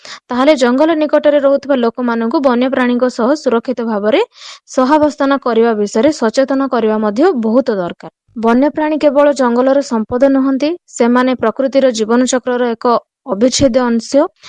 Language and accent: Odia; Jeypore, Odisha, India; ଓ ମୁଁ ଜୟପୁରରୁ ବିଲଙ୍ଗ କରୁଛି।